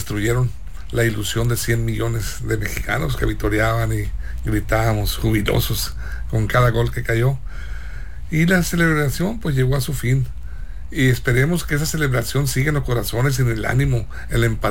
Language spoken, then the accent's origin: Spanish; Sinaloa, Mexico; somos mexicanos también, y como mexicanos pues, por supuesto, como sinaloenses.